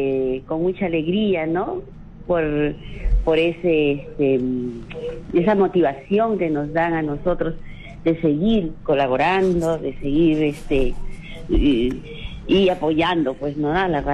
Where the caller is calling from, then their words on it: Lima, Peru; Desde La Molina.